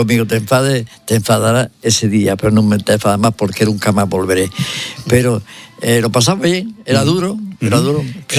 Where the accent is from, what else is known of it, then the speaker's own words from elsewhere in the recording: Andalusia, Spain; Sí, yo soy andaluz.